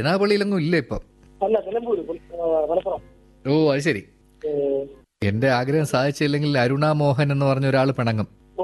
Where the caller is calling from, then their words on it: Chengannur, Kerala, India; ഞാൻ ആലപ്പുഴ ജില്ലയിലെ ചെങ്ങന്നൂരിൽ നിന്നാണ് ഈ സന്ദേശം അയക്കുന്നത്.